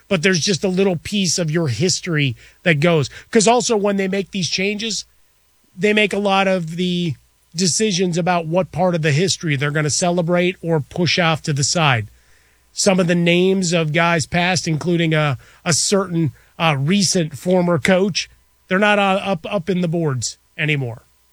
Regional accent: Chicago, Illinois, United States; And growing up in Chicago, right? Old Comiskey Park into new Comiskey Park.

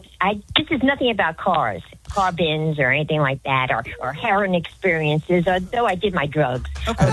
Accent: New York, United States; moved away as an adult; now in Staten Island, United States; I'm 72 years old. I'm single. I'm originally from the Bronx.

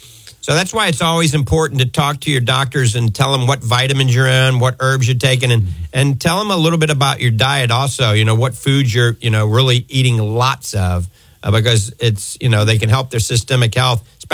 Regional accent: New Orleans, Louisiana, United States; Growing up in New Orleans, I ate a lot of shrimp.

